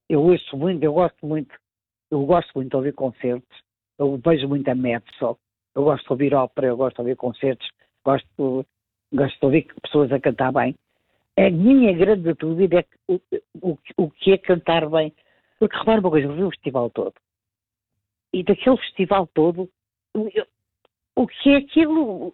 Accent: Portugal; born there

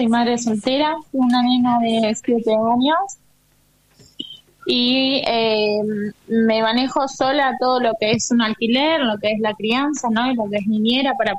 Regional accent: Tigre, Buenos Aires Province, Argentina; yo soy de Tigre

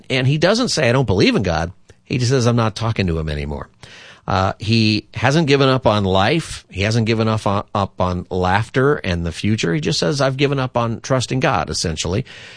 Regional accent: Palmdale, California, United States; born there; moved away; that house I grew up in Palmdale

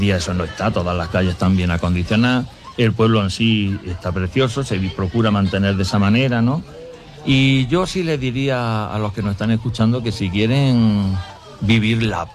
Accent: Spain

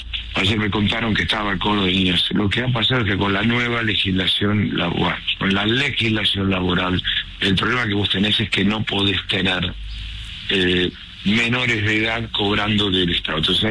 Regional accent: Argentina; este gigante que somos los argentinos en nuestro país

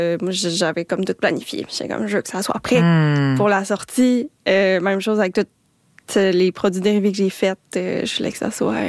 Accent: Quebec City, Quebec, Canada; now in Montreal, Canada; je viens de Québec.

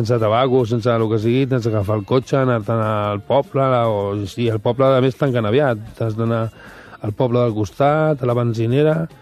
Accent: Barcelona, Catalonia, Spain; Sí, tot soc de Raval de tota la vida, els meus avis, els meus besavis també.

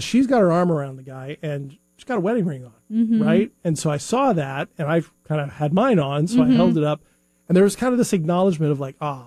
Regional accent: United States; I'm an American. I'm very screaming not local, right?

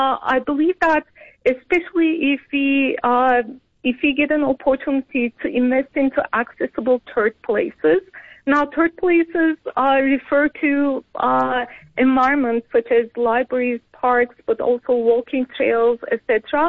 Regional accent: Istanbul, Turkey; now in Canada; I'm originally from Istanbul. I immigrated to Canada.

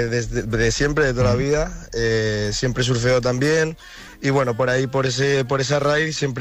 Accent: Gijón, Asturias, Spain; soy de Gijón, no de Ribadesella, doy clases en Ribadesella.

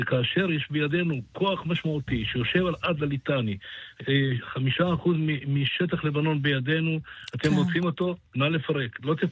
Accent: Northern Israel, Israel

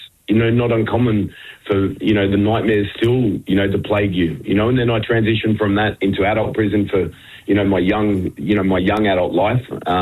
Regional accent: Sydney, New South Wales, Australia; And I grew up down in Sydney, you know, but I was, you know, nurtured by, you know, predominantly around Redfern, Waterloo and that area growing up.

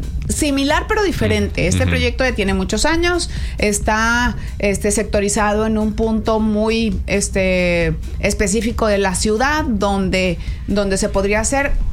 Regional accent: Coahuila, Mexico; los proyectos para mi estado de Coahuila

